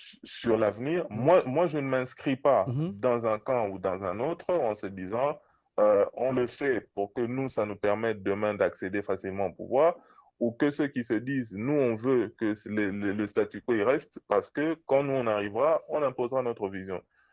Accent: DR Congo; Pour moi, en tant que Congolais

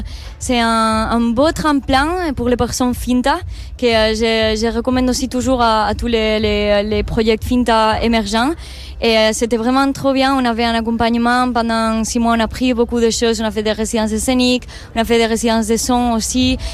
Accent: Spain; moved away as an adult; now in Brussels, Belgium; je suis espagnole, mais je suis passée à Bruxelles

